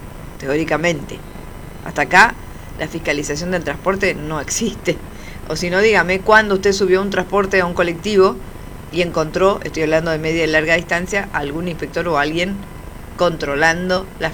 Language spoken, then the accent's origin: Spanish; Argentina; Muy, muy variable, como los argentinos, básicamente. Así somos, sí.